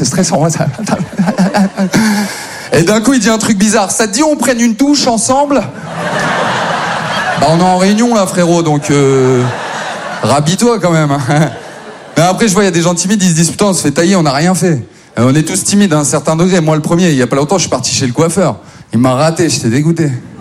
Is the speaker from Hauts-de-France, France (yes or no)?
yes; Maubeuge, Hauts-de-France, France; now in Paris, France; Moi je viens de Maubeuge. Ouais, ça met jamais une bête d'ambiance